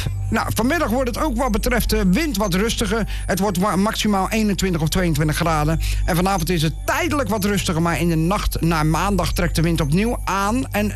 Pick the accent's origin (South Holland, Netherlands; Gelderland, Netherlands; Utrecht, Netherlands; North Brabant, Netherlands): South Holland, Netherlands; Rotterdam; ik ben zelf Rotterdammer.